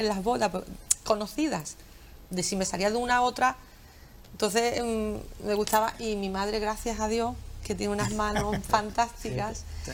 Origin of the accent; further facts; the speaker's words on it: San Fernando, Andalusia, Spain; somos de San Fernando.